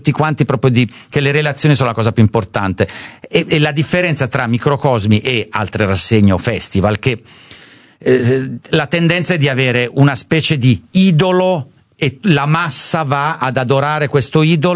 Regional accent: Southern Italy, Italy; Diciamo che sono un terrone, sono uno di quei vecchi dei ancora sopravvissuti, non si porta più adesso, il termine terrone è desueto

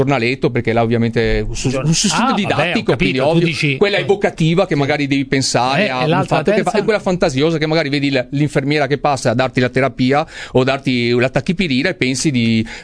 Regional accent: Padua, Veneto, Italy; Ma ovvio, ma io sono in Italia, sono italiano e sono nel mio paese, sono anche padovano.

